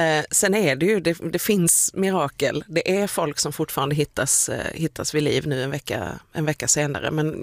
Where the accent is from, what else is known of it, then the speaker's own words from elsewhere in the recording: Skåne, Sweden; jag är skåning